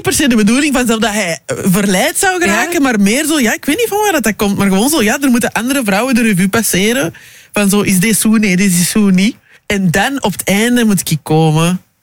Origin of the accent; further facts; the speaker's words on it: Belgium; also born or lived in Democratic Republic of the Congo; ik ben een Congolees en Belgisch.